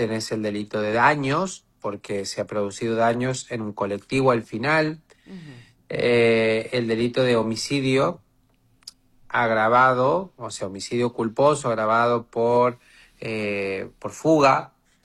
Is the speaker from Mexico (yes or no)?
no; Argentina; la que nos afecta a nosotros, digamos, como argentinos